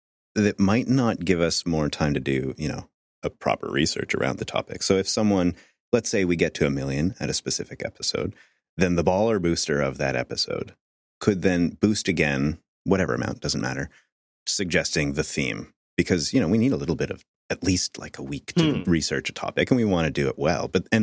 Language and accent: English; Canada; I'm French Canadian. Does that help?